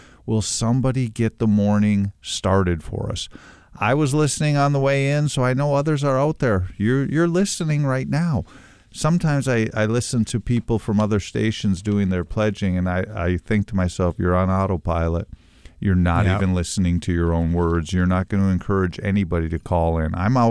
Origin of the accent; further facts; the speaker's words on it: England, United Kingdom; I'm an English guy, not great with math, so you can call in and make fun of my mathematical skills.